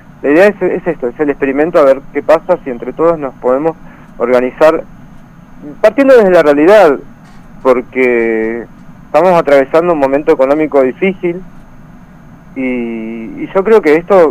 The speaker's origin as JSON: {"language": "Spanish", "town": "Esquel", "region": "Chubut", "country": "Argentina", "tie": "born or raised there", "also_born_or_lived": "Buenos Aires", "moved": "yes", "said": "yo me crié en Esquel, año 90"}